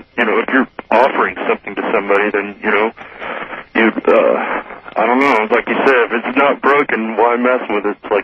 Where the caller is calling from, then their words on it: Sacramento, California, United States; from Sacramento.